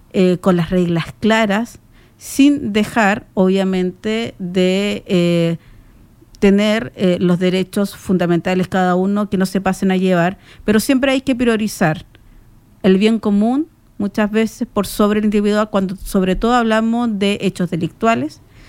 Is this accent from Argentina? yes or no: no; Tarapacá, Chile; nosotros como ciudadanos chilenos, como quienes vivimos en nuestro país